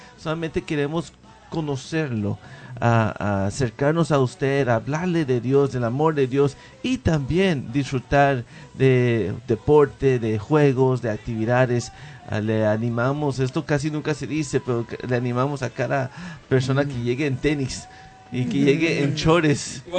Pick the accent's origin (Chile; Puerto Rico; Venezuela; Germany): Venezuela; now in Tennessee, United States; aún personas que no son de México, en mi caso yo soy de Venezuela